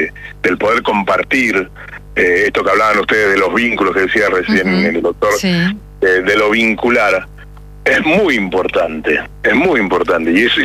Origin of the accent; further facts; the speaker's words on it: Neuquén, Argentina; now in San Martín de los Andes, Argentina; somos 4 patagónicos